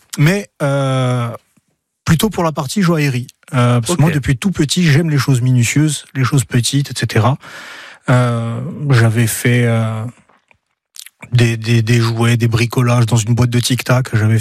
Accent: Solenzara, Corsica, France; also born or lived in Bastia; j'ai grandi à Solenzar et je suis parti faire mes études pour passer mon baccalauréat à Bastia

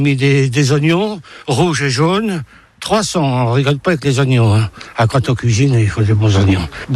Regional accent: Normandy, France; par ici, moi, je suis normand. Hein. Attention, je suis un viking.

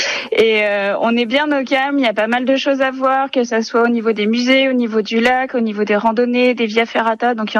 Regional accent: Annemasse, Auvergne-Rhône-Alpes, France; born there; now in Mieussy, France; Non, je ne suis pas née à Bellevaux. je suis née à Annemasse, mais j'habite à Mieuxcy, donc à une vingtaine de kilomètres.

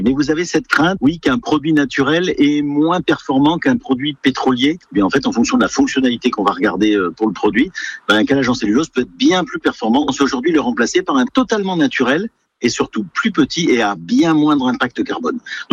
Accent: Brittany, France; now in Landes, France; mais c'est aussi une part de l'histoire de ma région d'origine, en Bretagne.

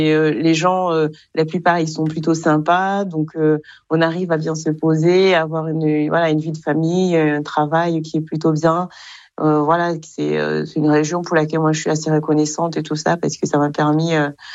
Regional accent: Kigali, Rwanda; moved away as an adult; now in France; Alors moi je suis née au Rwanda, dans la capitale du Rwanda, Kigali. J'ai été élevée là-bas jusqu'à mes 19 ans. À la fin de mon bac, où je suis venue en France.

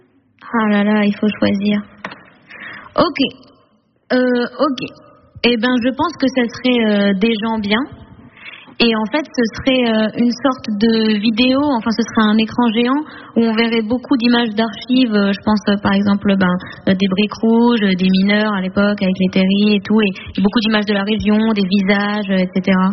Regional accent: Hauts-de-France, France; accent: ch'ti; On vient du Nord

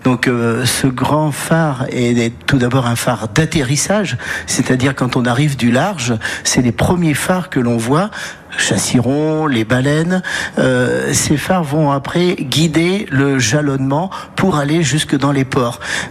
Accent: La Rochelle, Nouvelle-Aquitaine, France; born there; je suis né à La Rochelle, je suis né à La Palisse. Certains disent sur le boulevard de la Soif, au port de commerce.

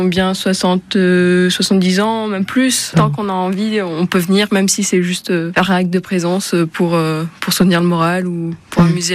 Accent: Bessamorel, Auvergne-Rhône-Alpes, France; je viens de Bessamorel et je suis étudiante cette année au Puy après avoir fait mes études à Saint-Étienne.

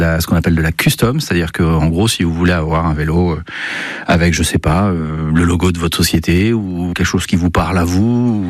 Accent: Grenoble, Auvergne-Rhône-Alpes, France; moved away as an adult; also born or lived in Paris; now in Saint-Étienne, France; À la base, je suis de Grenoble, donc je suis pas du tout parisien.

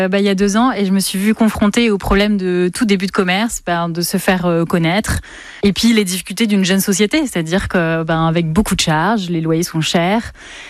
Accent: Tours, Centre-Val de Loire, France; moved away as an adult; now in Voiron area, France; moi je viens de Tours. J'ai, à 18 ans, je passais mes concours infirmiers. J'ai décidé de les passer un peu de partout. Et du coup, j'ai été prise à Grenoble, à Paris, enfin dans plusieurs villes. Et j'ai décidé que c'était Grenoble.

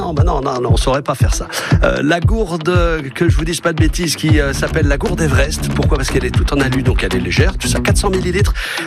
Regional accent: Nouvelle-Aquitaine, France; comment on dit chez nous en Limousin.

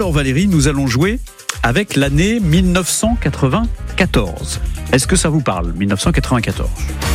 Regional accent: Normandy, France; Chez nous, en Normandie, pour célébrer les 50 ans du débarquement, c'était l'Armada de la Liberté

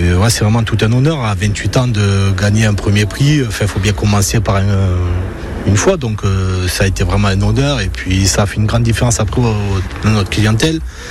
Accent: Occitanie, France; Ah bah, après, voilà, moi, je suis du Gers, donc voilà, graisse de canard.

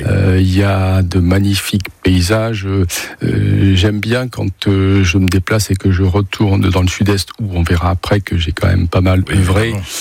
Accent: Occitanie, France; born there; Et donc, c'est totalement par hasard que je suis né dans le Gard.

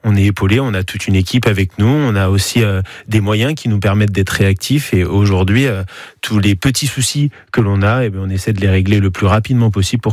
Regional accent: Mayenne, Pays de la Loire, France; je suis originaire de la Mayenne

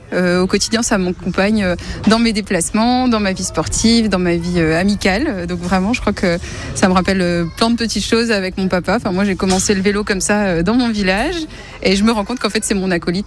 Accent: Metz, Grand Est, France; Bonjour, moi … je suis de Metz, voilà, on vit sur Metz avec ma famille depuis quelques temps maintenant.

